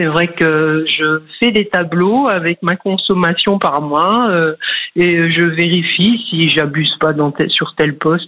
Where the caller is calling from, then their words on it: Woippy, Grand Est, France; Alors, j'appelle de Voipy, qui se trouve en Moselle, près de Metz.